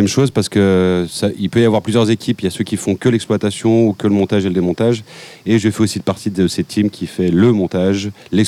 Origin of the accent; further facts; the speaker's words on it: Saint-Étienne, Auvergne-Rhône-Alpes, France; moi je viens de Saint-Étienne.